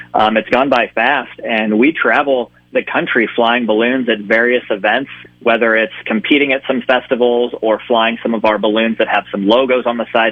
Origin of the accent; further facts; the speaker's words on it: Ashland, United States; Yeah, I am from Ashland